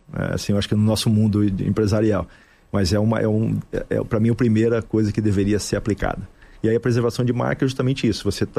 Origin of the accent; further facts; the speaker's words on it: Brazil; moved away; Eu sempre quis fazer uma coisa no meu país, queira ou não queira, eu sou um patriota, sou brasileiro, quero sempre estar no Brasil, apesar de eu estar 31 anos fora.